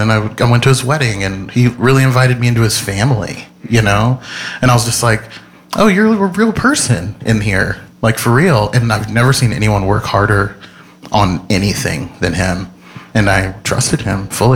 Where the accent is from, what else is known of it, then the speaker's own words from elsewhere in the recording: Oklahoma, United States; I did grow up in a lot of places, but I was never anywhere very long until I moved to Oklahoma. I would say most of what I am is probably because of that place, for better and for worse.